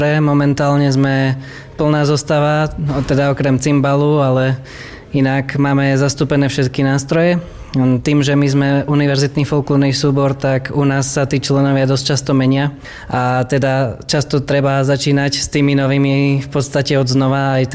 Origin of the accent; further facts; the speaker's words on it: Helpa, Banská Bystrica Region, Slovakia; Ja tým, že pochádzam z Helpy